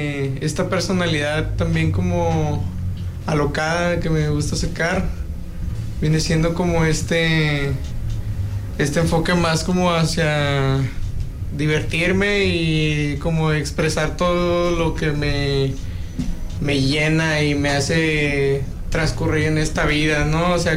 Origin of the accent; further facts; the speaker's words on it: Puerto Vallarta, Jalisco, Mexico; yo nací aquí en Vallarta. Yo soy aquí, tengo 26 años.